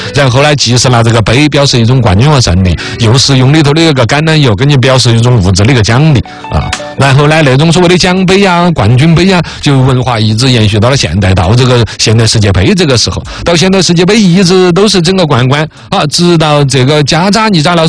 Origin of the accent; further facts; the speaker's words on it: China; 我们中国人